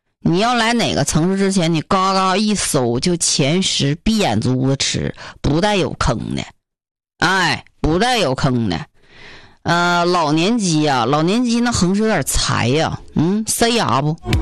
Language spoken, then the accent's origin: Chinese; China; 我们中国人